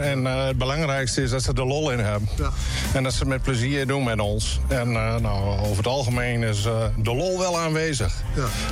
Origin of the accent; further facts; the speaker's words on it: Westerbork, Drenthe, Netherlands; Ja, nou, ik kom zelf uit Westerbork.